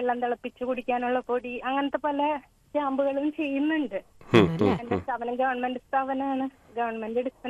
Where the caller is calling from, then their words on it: Thrissur, Kerala, India; തൃശ്ശൂരാണ്.